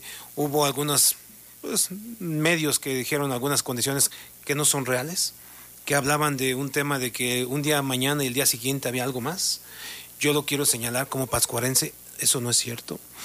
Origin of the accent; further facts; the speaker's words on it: Michoacán, Mexico; sigamos nosotros mismos que somos aquí de Michoacán hablando bien de este gran, bonito municipio.